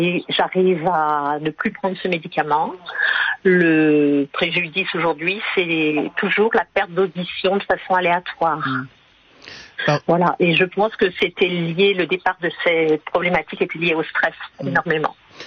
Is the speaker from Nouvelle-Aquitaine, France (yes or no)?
no; Tours, Centre-Val de Loire, France; À côté de Tours, je suis de Tours.